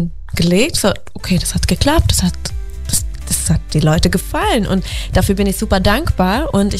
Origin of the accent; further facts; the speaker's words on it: Sweden; German is a second language; moved away as an adult; also born or lived in Vienna / Stockholm; now in Germany; Ich bin in Schweden geboren, aufgewachsen, habe meine ganze Kindheit dafür braucht, außer 2 Jahre in Wien.